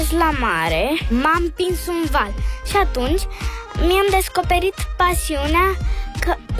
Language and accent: Romanian; Bucharest, Romania; am 7 ani și sunt din București.